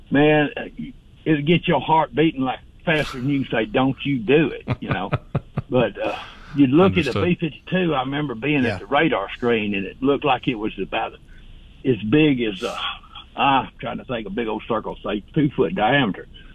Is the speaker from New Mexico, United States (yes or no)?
no; Bangor, Maine, United States; born there; also born or lived in Columbus, Mississippi; I was born in Bangor, Maine. That's why they call me a maniac. But I come to Columbus, Mississippi, or Maxwell Air Force Base first, and then Columbus.